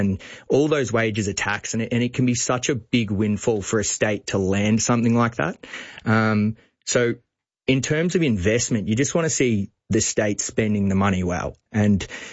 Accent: Bacchus Marsh, Victoria, Australia; Yeah, I'm from Bacchus Marsh, and kickboxing's obviously very big in the western suburbs.

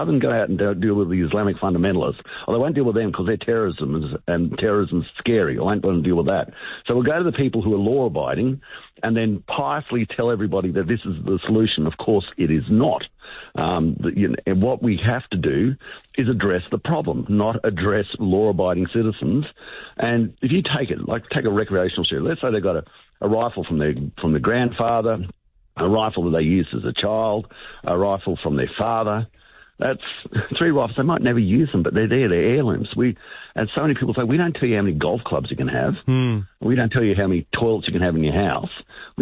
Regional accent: Australia; how I live as an Australian, a big part.

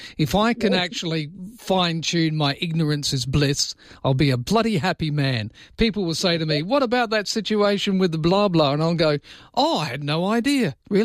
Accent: South Africa; moved away; I grew up in South Africa in the 70s during the height of apartheid.

